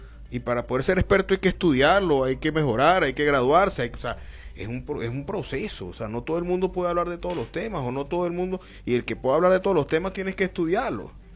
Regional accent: Mérida, Venezuela; moved away; yo que vengo de Mérida

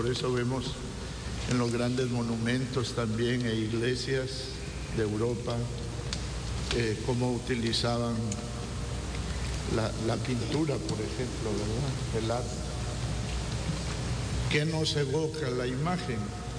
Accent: Teculután, Zacapa, Guatemala; born there; Yo recuerdo de niño ahí en Teculután

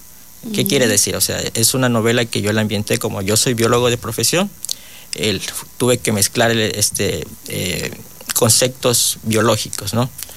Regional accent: Lago Agrio, Sucumbíos, Ecuador; born there; Soy nacido aquí en la provincia de Sucumbíos, Cantón Lago Agrio. Nací un 28 de julio del 94. Y aquí me faltan unos poquitos días para cumplir los 32 años. Sí, bueno, como yo soy de aquí, este cantón, mis padres sí son de la costa.

